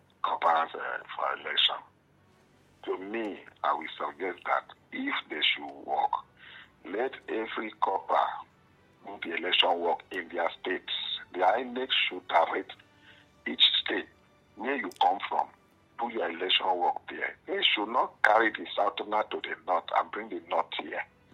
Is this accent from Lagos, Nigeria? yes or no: no; Rivers, Nigeria; I'm from River State and I'm doing the election work in my state